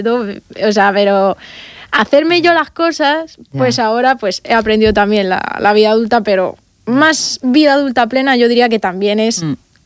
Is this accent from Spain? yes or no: yes; Hellín, Castilla-La Mancha, Spain; moved away as an adult; now in Murcia, Spain; Yo en mi caso me he salido de mi pueblo, estoy aquí viviendo en Murcia.